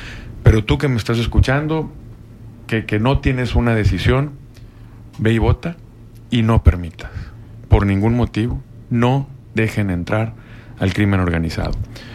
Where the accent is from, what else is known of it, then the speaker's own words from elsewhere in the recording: Sinaloa, Mexico; yo soy sinaloense, toda mi familia vive allá, mi esposa, mis hijos, mis nietos, ya soy abuelo, tengo una nieta de 2 años y una de 2 meses.